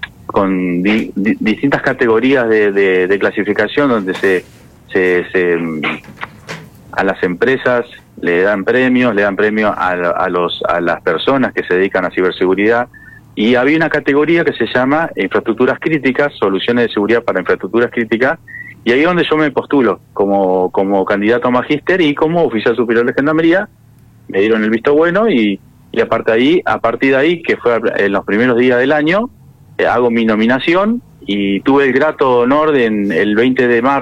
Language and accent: Spanish; Concordia, Entre Ríos, Argentina; moved away as an adult; also born or lived in Paraná, Entre Ríos; now in Jesús María, Argentina; yo soy nacido en Paraná, Entre Ríos, me crié en Concordia.